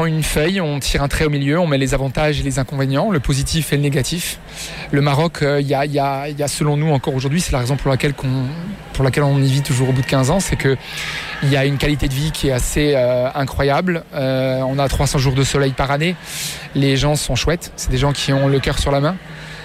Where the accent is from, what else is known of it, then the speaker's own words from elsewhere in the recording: Grand Est, France; moved away as an adult; j'ai terminé mes études en Alsace, à Strasbourg, parce que je suis alsacien, et je suis parti, j'avais ce rêve américain, donc je suis parti à New York pendant une année quand j'ai terminé mon master.